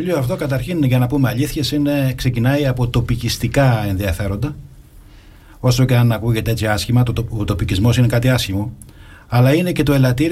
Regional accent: Livadeia, Central Greece, Greece; η Λιβαδιά σαν αφετηρία ήταν η πόλη, η πρωτεύουσα του νομού Βιωτίας, η πόλη μου δηλαδή

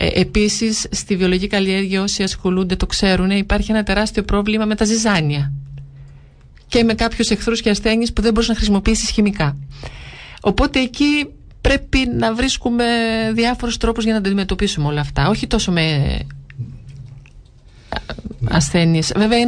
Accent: Exarchos, Central Greece, Greece; παλιά φωκική πόλη. Ανήκει στη Φθιώτιδα πια, στο Δήμο Λοκρών. Το χωριό μου είναι έξαρχος. Ανήκει στο Δήμο Λοκρών.

